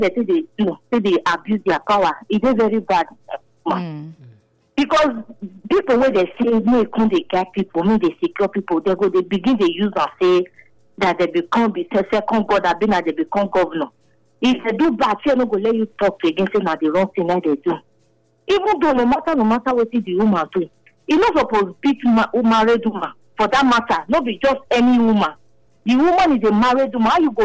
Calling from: Uselu, Edo, Nigeria; I'm calling from Uselu Kota.

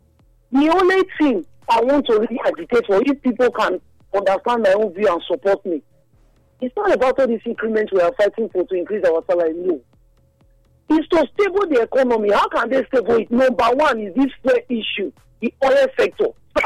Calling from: Nigeria; I'm calling you from Ogiga.

